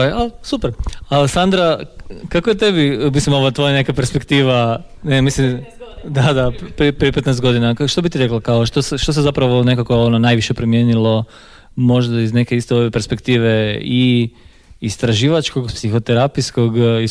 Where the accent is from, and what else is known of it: Poreč, Istria County, Croatia; moved away as an adult